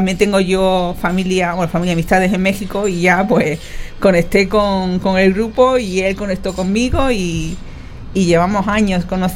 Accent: San Fernando, Andalusia, Spain; moved away as an adult; now in Macael, Spain; yo, como sabéis, soy de San Fernando

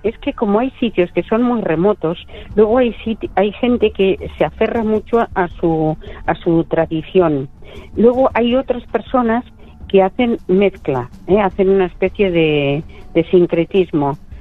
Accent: Toledo, Castilla-La Mancha, Spain; Eso sí, ellos, cuando le digo que soy de Toledo y eso, enseguida...

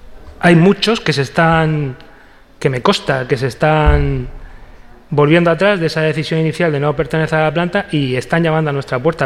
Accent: Lorca, Region of Murcia, Spain; yo me siento muy orgulloso como lorquino

